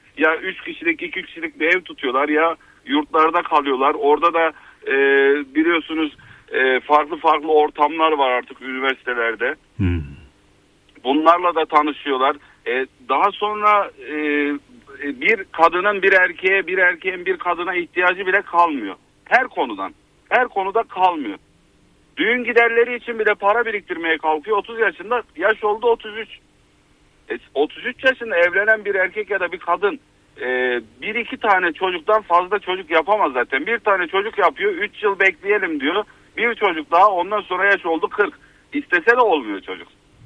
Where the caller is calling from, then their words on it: Antalya, Turkey; Ben Antalya'dan.